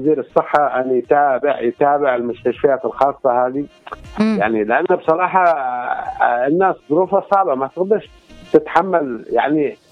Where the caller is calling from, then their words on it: Lahij, Yemen; من إيكان من لحج.